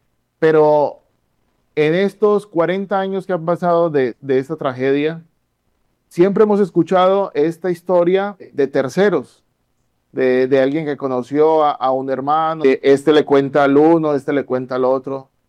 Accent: Colombia; Como colombiano, crecimos todos con esta historia de un pueblo llamado Armero

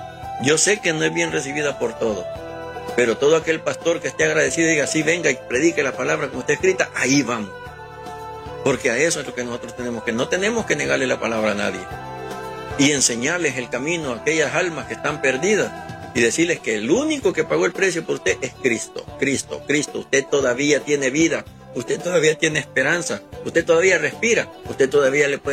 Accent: Apopa, San Salvador, El Salvador; moved away; Yo soy de ahí, de Apopa. ¿Ah? Gracias a Dios me sacó cuando todo esto de las maras empezó a surgir en Apopa. Yo anduve por todo eso. ¿Ah? Y Dios me sacó de ahí. Me trajo para este país

